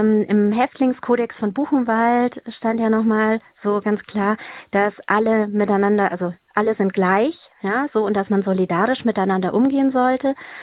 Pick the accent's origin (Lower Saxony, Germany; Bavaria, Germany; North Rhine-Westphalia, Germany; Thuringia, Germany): Bavaria, Germany; ich bin ja aus Bayern